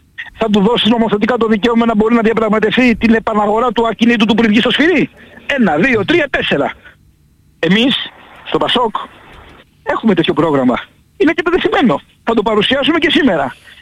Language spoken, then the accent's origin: Greek; Kefalonia, Ionian Islands, Greece; moved away; έρχομαι και εγώ στην Κεφαλονιά. Καλά, πέρα από το γεγονός ότι είναι η πατρίδα μου και χαίρομαι κάθε φορά που έρχομαι